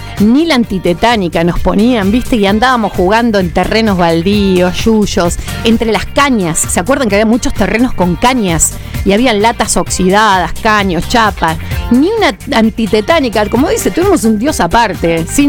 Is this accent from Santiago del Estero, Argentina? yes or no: no; Punta Alta, Buenos Aires Province, Argentina; Saben que soy de Punta Alta